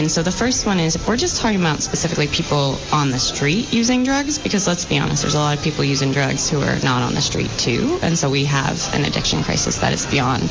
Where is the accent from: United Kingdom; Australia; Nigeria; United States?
United States; Vermont; growing up in Vermont